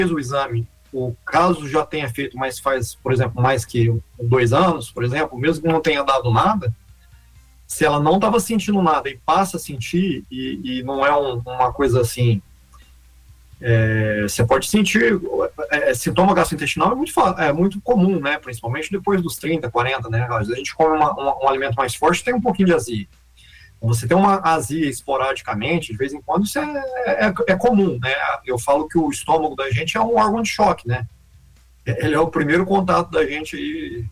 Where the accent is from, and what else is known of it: Minas Gerais, Brazil; born there; now in São Paulo, Brazil